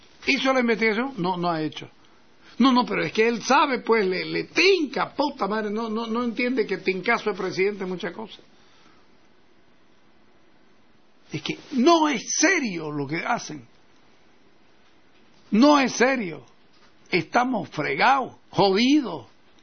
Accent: Bolivia; porque somos bolivianos

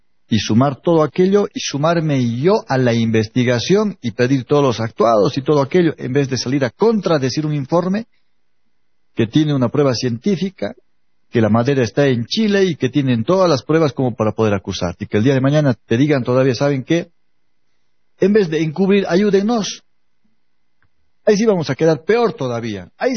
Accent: Bolivia

